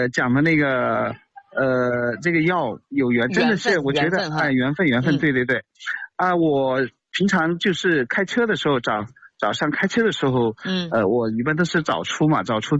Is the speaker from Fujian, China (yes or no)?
no; Chongqing, China; 本地的，我是渝中区长大的，出生的。